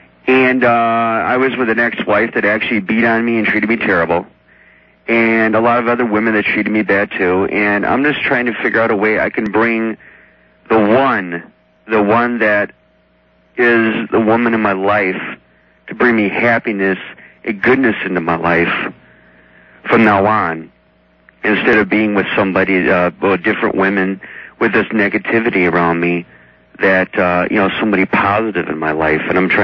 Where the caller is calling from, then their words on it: Waukesha, Wisconsin, United States; I'm calling from from Waukesha, Wisconsin, listening to WISN.